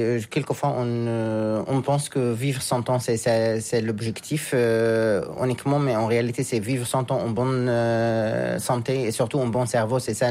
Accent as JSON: {"language": "French", "region": "Tokyo", "country": "Japan", "tie": "born or raised there", "also_born_or_lived": "France", "said": "Je suis d'origine de France, mais que j'ai grandi ici au Japon. Depuis 25 ans à Tokyo"}